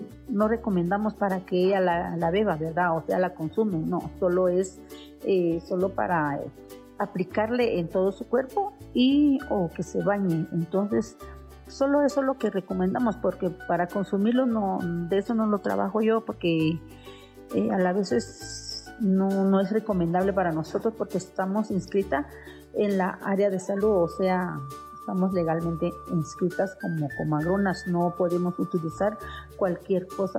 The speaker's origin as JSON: {"language": "Spanish", "town": "San Pedro Carchá", "region": "Alta Verapaz", "country": "Guatemala", "said": "vengo del municipio de San Pedro Carcha, Alta Verapaz."}